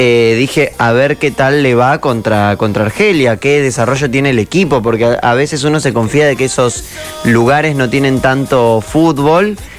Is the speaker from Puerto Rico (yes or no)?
no; Argentina; somos Argentina